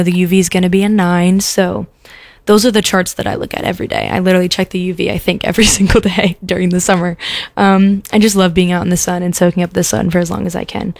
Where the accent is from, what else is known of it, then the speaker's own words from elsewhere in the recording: New Jersey, United States; I think I'm a little biased because I grew up on the Jersey Shore.